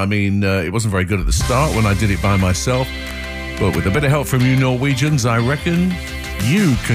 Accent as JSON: {"language": "English", "region": "England", "country": "United Kingdom", "said": "Of course, I am English. I have a Norwegian wife, so there's a split difference in our family."}